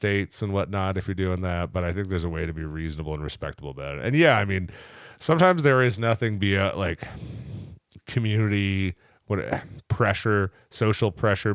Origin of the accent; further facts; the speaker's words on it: Canada; we're both Canadian.